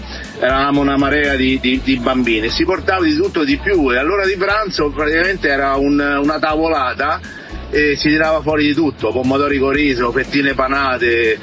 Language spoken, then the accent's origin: Italian; Rome, Lazio, Italy; quando ero bambino, qui a Roma